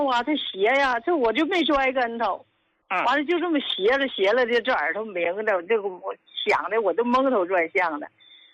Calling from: Qinhuangdao, Hebei, China

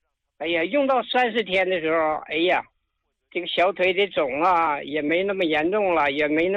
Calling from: Harbin, Heilongjiang, China; 我是哈尔滨的。

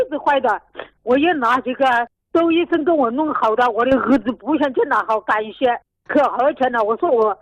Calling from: Xiantao, Hubei, China; 我是仙桃市张沟镇的。

